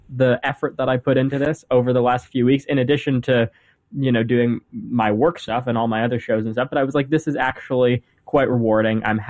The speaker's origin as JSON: {"language": "English", "country": "Canada", "said": "And that was interesting just because I'm from Canada, who doesn't know me."}